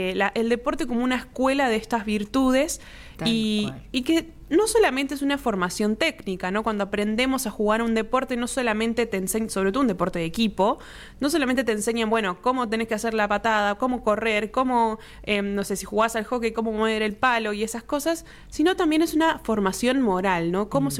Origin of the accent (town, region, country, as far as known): Argentina